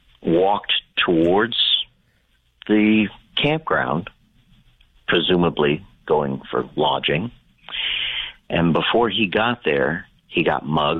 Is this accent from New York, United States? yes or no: no; Ohio, United States; I am from South Central Ohio, and I did meet the ladies in 23 when George Norrie was doing a live show at the Egyptian in Columbus.